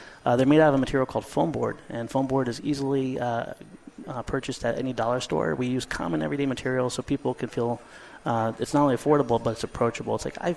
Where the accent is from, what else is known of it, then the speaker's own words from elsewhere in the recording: Ohio, United States; I grew up in Ohio on a little tiny airport.